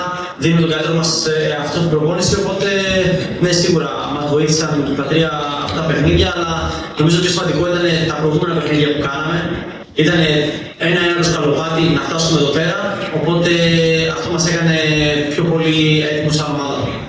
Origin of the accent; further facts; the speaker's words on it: Northern Greece, Greece; εγώ σαν παιδί της Βόρειου Ελλάδας είμαι πάρα πολύ χαρούμενος. Παίζω σχετικά στα μέρη μου.